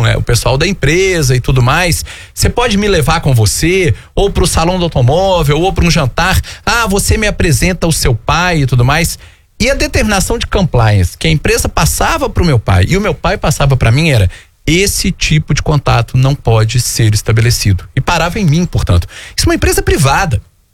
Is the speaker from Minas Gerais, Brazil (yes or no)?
yes; Belo Horizonte, Minas Gerais, Brazil; lá na cidade onde eu cresci, em Belo Horizonte